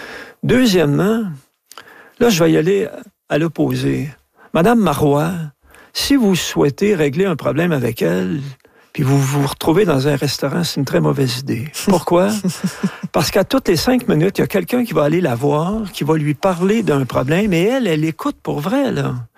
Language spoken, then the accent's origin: French; Quebec, Canada; surtout appris à aimer mon pays, le Québec.